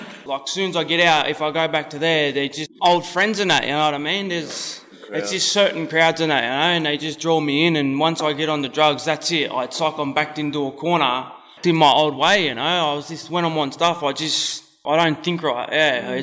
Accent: Newcastle, New South Wales, Australia; I'm from Newcastle, my tribe's Warramai.

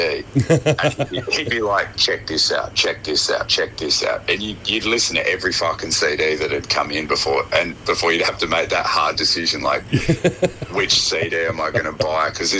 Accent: Hobart, Tasmania, Australia; I grew up in Hobart, so getting hold of music down here when I was fucking 12 years old

